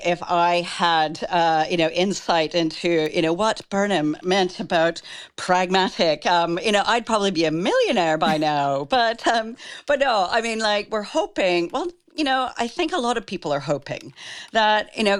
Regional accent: Canada; I'm from Canada.

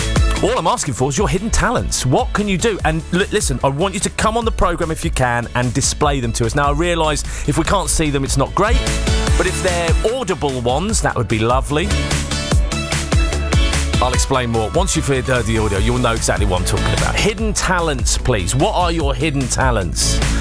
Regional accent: Bedford, East of England, United Kingdom; I grew up in Bedford. I spent many, many a summer at the Bedford River Festival.

